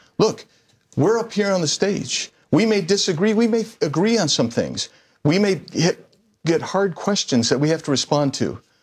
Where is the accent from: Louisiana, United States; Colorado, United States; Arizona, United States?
Arizona, United States; Southeast Valley; I come from the Southeast Valley.